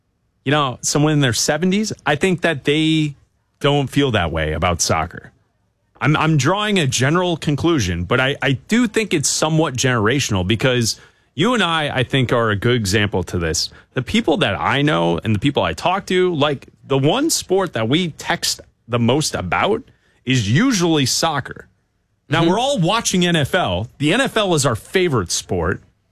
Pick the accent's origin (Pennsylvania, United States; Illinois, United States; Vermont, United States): Illinois, United States; Chicago; Like, you and I grew up in the Jordan era in Chicago.